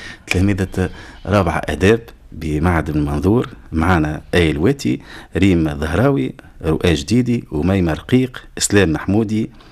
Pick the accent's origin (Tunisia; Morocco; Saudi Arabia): Tunisia; في كل الفضاءات المرتبطه بالمجال الكبير اللي هي بلادنا تونس